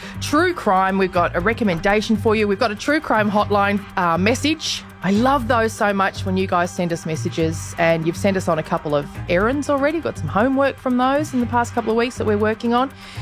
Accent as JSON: {"language": "English", "region": "Queensland", "country": "Australia", "tie": "born or raised there", "said": "You know, I grew up in Queensland, so"}